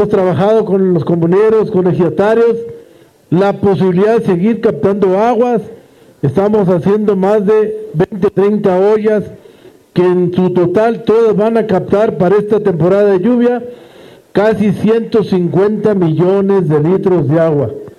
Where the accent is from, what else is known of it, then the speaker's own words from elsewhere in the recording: Texcoco, State of Mexico, Mexico; los que somos de Texcoco